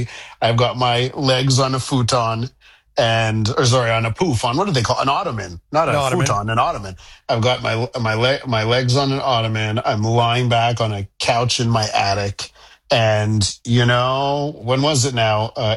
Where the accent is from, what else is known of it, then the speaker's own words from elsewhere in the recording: Quebec, Canada; In Quebec, I come to you from Soviet Quebecistan, as you know. And, you know, here we like to tax you. You know, they know how to tax in Quebec.